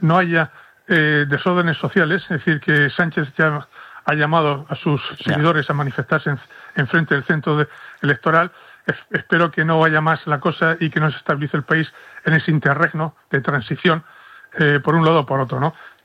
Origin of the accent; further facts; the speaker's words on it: Spain; A ti y a mí, que somos españoles, nos cuesta trabajo seguir la trama endiablada de esta corrupción enorme